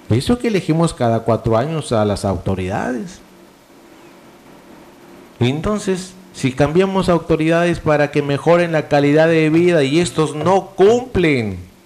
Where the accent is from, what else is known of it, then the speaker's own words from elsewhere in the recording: Tambogrande, Piura, Peru; más de 90 mil tambograndinos vamos a ir a nuestro centro de votación